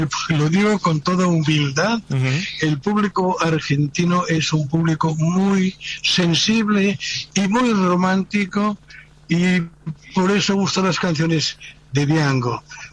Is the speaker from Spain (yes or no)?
yes; Spain; now in Barcelona, Spain; Siendo españoles